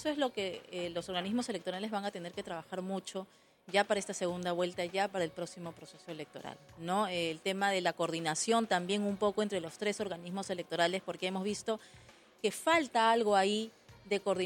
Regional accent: Peru; Ya conocemos cómo somos los peruanos

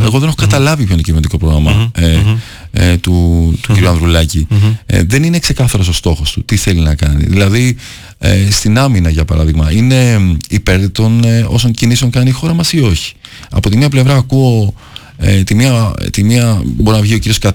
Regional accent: Athens, Attica, Greece; Στην Αθήνα γεννήθηκα. Οι γονείς μου και δύο είναι από την Καβάλα. Ήρθαν πρόσφυγες, όπως καταλαβαίνετε από το επίθετο … Ήρθαν πρόσφυγες, μικρά παιδιά στην Αθήνα. Ναι. Μεγαλώσαμε στην Αθήνα. Αγαπάω πάρα πολύ τον τόπο μου στην Καβάλα.

